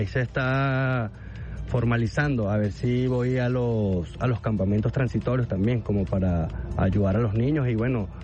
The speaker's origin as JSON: {"language": "Spanish", "country": "Venezuela", "said": "le hice un llamado a todas las personas como venezolanos, porque en este momento de sensibilidad y vulnerabilidad que está el país, necesitamos unirnos"}